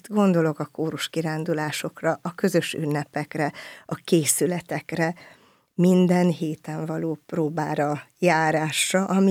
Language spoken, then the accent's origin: Hungarian; Kaposvár, Somogy, Hungary; born there; Egyedüli gyermekként nőttem föl, és a kaposvári Jézus Szíve templomhoz kötnek az első énekes élmények is.